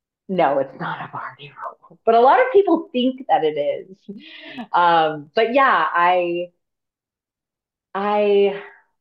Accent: Pacifica, California, United States; I grew up in Pacifica, little ocean girl, West Side. Half Moon Bay High School.

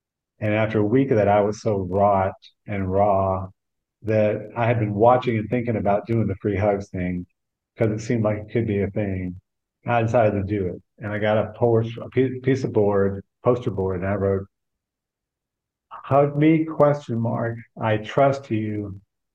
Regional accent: Texas, United States; Well, I grew up in Texas, hence the name.

